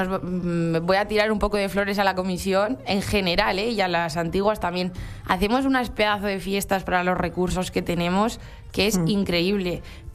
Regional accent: Huete, Castilla-La Mancha, Spain; also born or lived in Olmedilla del Campo; yo que también soy de Huete, que tampoco es que sea mucho más grande

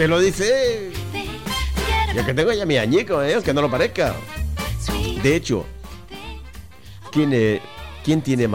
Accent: Alcantarilla, Region of Murcia, Spain; de Murcia, concretamente sabes que soy de Alcantarilla

